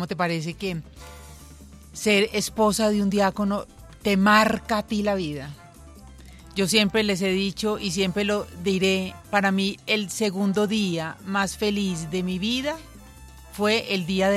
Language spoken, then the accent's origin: Spanish; Medellín, Antioquia, Colombia; now in Bogotá, Colombia; soy de Medellín, pero vivo en Bogotá hace mucho tiempo.